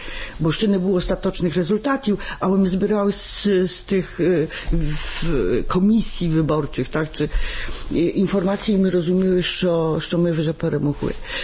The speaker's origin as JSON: {"language": "Ukrainian", "country": "Poland", "said": "ми, тобто Поляки"}